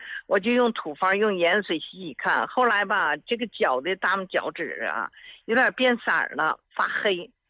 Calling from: Harbin, Heilongjiang, China; 我是哈尔滨的老朋友了。

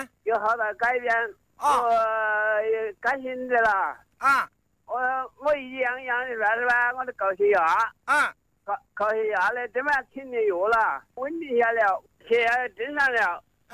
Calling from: Hong'an, Hubei, China; 我是红安县。陈官镇。

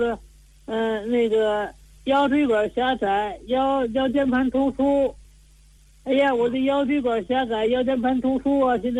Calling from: Tianjin, China; 我是天津的南开区的。

